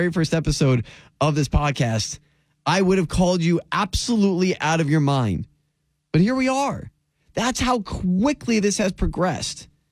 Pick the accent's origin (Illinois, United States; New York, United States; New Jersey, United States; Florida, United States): Florida, United States; my home state of Florida